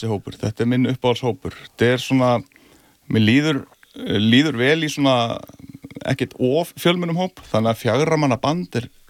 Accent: Reykjavík, Capital Region, Iceland; Já, ég er ólst upp í Árbænum.

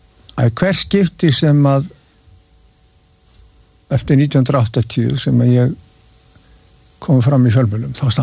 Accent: Reykjavík, Capital Region, Iceland; og hérna hann sagði hvaðan ertu og ég sagði ég Reykjavík

